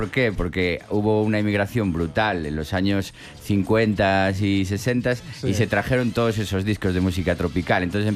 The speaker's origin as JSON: {"language": "Spanish", "region": "Galicia", "country": "Spain", "said": "nosotros que somos de Galicia"}